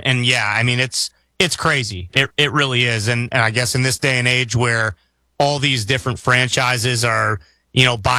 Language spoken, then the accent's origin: English; Midwest, United States; maybe it's because I'm not from New York and I'm not from that area and I'm from the Midwest.